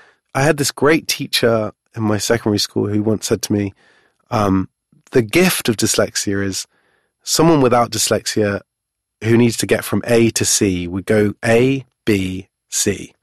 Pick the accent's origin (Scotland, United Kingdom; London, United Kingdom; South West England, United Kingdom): South West England, United Kingdom; Cheltenham; I had a really great upbringing in that town.